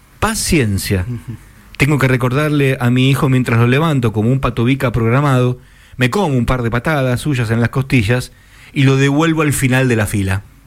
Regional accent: Argentina; Nosotros somos los últimos, los más intensos, como buenos argentinos.

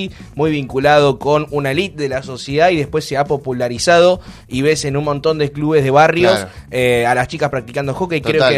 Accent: Argentina; como los argentinos de repente estamos mirando cualquier deporte que no entendemos.

